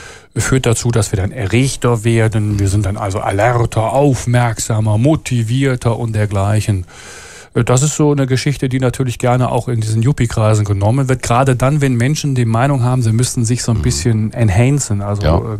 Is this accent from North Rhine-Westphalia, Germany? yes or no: yes; Düsseldorf, North Rhine-Westphalia, Germany; now in Switzerland; Ich habe jetzt hier … Das ist eine Reminiszenz an meine alte Heimat. Ich bin ja Rheinländer.